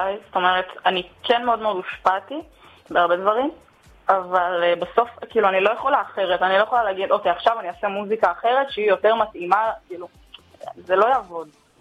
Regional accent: Jerusalem, Jerusalem District, Israel; מירושלים.

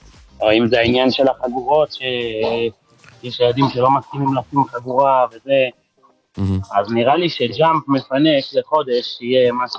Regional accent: Beit Shemesh, Jerusalem District, Israel

